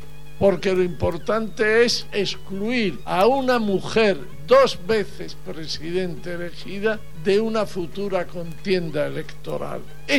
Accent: Spain; Soy español, y usted es argentino.

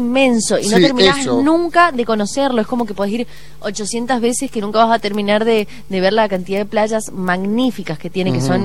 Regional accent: Mendoza, Argentina

